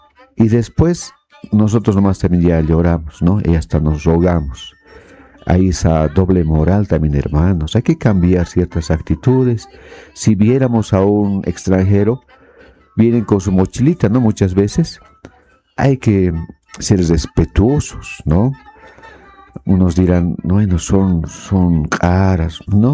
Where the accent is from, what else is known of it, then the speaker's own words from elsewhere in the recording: El Alto, La Paz, Bolivia; Yo siendo boliviano, siendo alteño, siendo hijo de campesinos, les digo, es lindo.